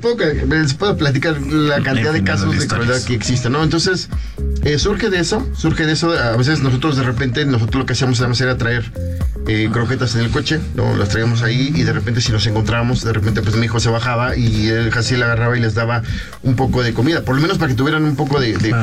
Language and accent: Spanish; Naucalpan, State of Mexico, Mexico; nosotros somos de Naucalpan, de San Francisco Chimalpa. Entonces, bueno, pues es una zona semiurbana.